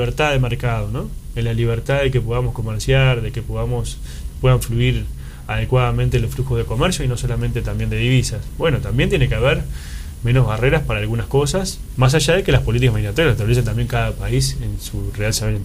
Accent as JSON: {"language": "Spanish", "country": "Uruguay", "said": "los uruguayos resolvemos nuestros problemas, tratamos de ser muy celosos de eso, porque somos un país chico en términos de dimensiones."}